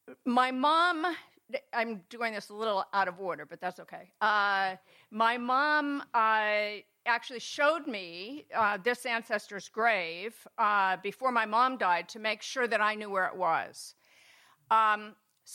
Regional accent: Warren, Ohio, United States; So when I grew up in Warren, Ohio, I never felt like I belonged. My parents came there for jobs during the Depression.

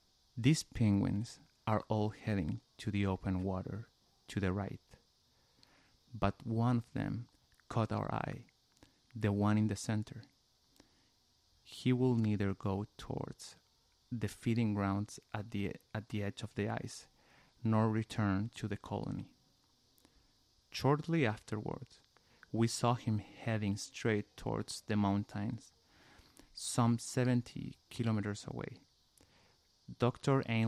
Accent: Santiago, Santiago Metropolitan Region, Chile; accent: Chilean Spanish; English is a second language; moved away; I am from Santiago, Chile. … soy de Santiago, de Chile.

